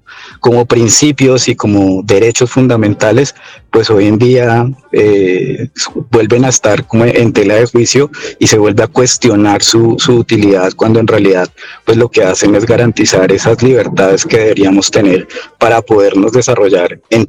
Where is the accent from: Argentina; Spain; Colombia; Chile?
Colombia